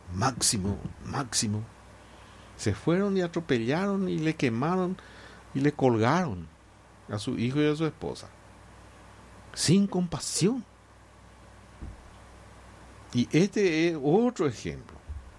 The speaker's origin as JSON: {"language": "Spanish", "country": "Paraguay", "said": "soy de Hernando Arias de Saavedra. No, de Hernandarias, Jaupama, y no hay problema. No, los paraguayos somos cómodos."}